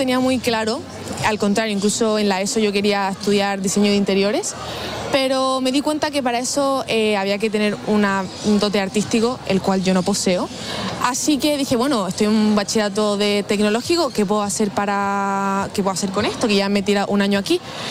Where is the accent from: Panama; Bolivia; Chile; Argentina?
Chile; now in Almería, Spain; Y aparte también era de los países que nos ofrecía una visa mejor para nosotros, como para mi familia y como chilenos. Entonces decidimos venir aquí a España, principalmente a Almería, por casualidad.